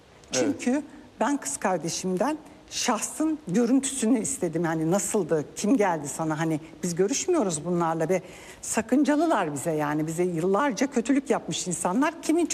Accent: Black Sea Region, Turkey; çocuklarım da biz, evet, Karadenizli olduğumuz için, evet, onların tip itibariyle vücut yapıları birebir aynı.

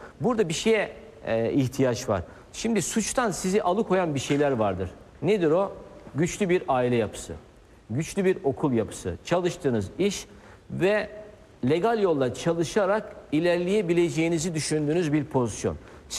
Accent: Istanbul, Turkey; born there; Ben de 70 doğumluyum. 80'den beri İstanbul'da yaşıyorum. Farklı illere gidip çalıştım ama ya ben Şinevler'de büyüdüm. Şinevler o tarihte suç ana merkeziydi.

